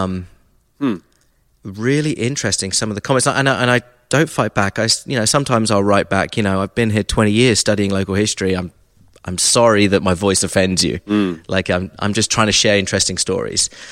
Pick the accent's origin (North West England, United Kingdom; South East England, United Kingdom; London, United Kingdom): South East England, United Kingdom; Brighton; moved away as an adult; also born or lived in Nashville; now in Atlanta, United States; I'm from the south coast of England, Brighton.